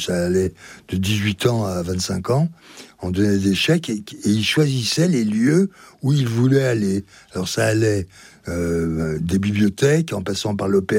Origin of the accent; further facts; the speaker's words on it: Belley, Auvergne-Rhône-Alpes, France; Et après, j'étais chez moi, je suis chez moi à Belley. Mes parents, mon père y a exercé son activité économique et en même temps était premier adjoint. Ma mère est née là et nous a élevés ici.